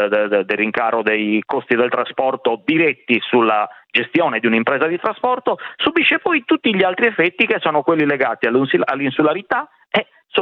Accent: Sardinia, Italy; da sardo e da rappresentante di imprese sarde

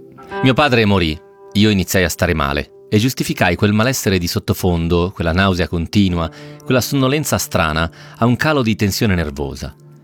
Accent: Como, Lombardy, Italy; Mio padre veniva da una famiglia povera. Noi siamo di Como. Lui stesso diceva di essere cresciuto a pane e salame.

